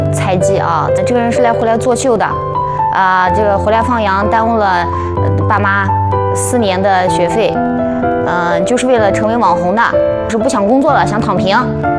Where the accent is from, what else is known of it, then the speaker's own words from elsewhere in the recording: Qitai, Xinjiang, China; 我就开始了宣传我的家乡。